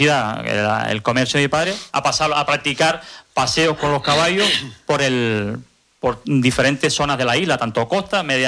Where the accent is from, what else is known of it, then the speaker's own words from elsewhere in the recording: Los Realejos, Canary Islands, Spain; soy de Ico del Alto, de un pueblo un barrio de Los Ralejos. Vengo de familia de tratante de bestias y cochinero.